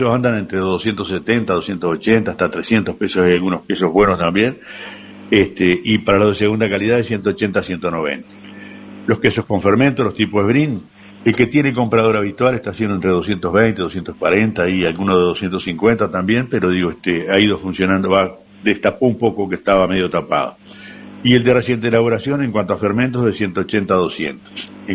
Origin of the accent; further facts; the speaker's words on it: Uruguay; Somos uruguayos y no hay caso.